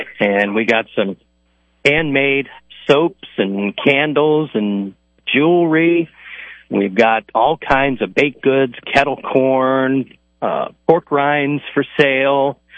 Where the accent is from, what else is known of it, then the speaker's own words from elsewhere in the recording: St. Louis, Missouri, United States; Coming from St. Louis, I grew up on Fitz's